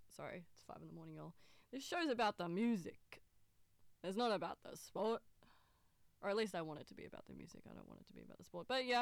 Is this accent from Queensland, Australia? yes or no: no; Newcastle, New South Wales, Australia; my hometown, Newcastle, New South Wales, Australia.